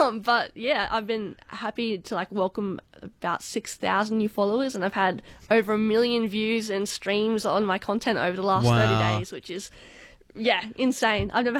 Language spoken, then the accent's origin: English; Bathurst, New South Wales, Australia; Bathurst, which is my hometown.